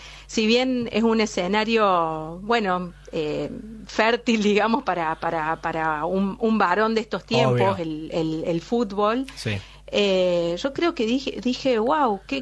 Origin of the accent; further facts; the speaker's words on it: Argentina; nos une como argentinos